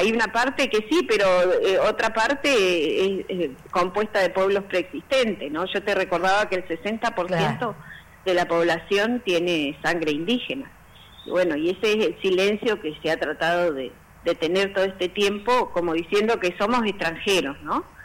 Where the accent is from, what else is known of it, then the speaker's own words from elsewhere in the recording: Valcheta, Río Negro, Argentina; estoy en Río Negro, Balcheta, mi ciudad natal.